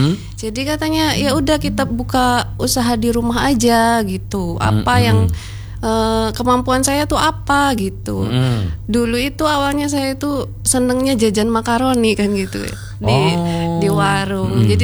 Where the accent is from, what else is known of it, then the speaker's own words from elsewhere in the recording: Tasikmalaya, West Java, Indonesia; moved away as an adult; now in Malang, Indonesia; Saya itu asalnya dari Tasikmalaya.